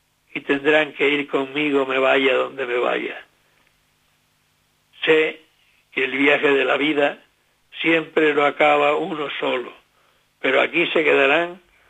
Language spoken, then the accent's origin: Spanish; Canary Islands, Spain; en nuestro caso, canario